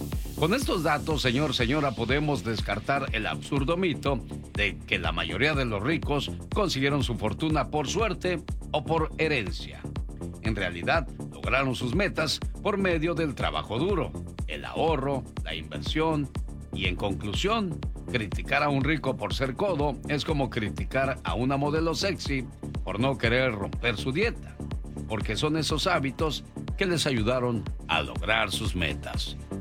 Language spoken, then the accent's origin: Spanish; Jalisco, Mexico; moved away; día salí de Jalisco, pero Jalisco nunca salió de mí.